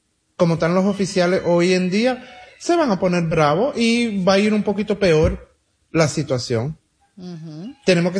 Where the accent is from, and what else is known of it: United States; born there